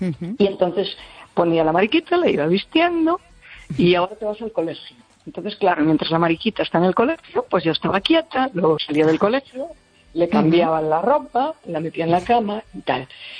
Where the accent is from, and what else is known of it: Galicia, Spain